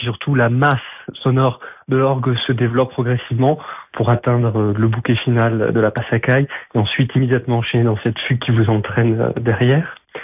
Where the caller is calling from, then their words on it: Biarritz, Nouvelle-Aquitaine, France; je vous appelle de Biarritz.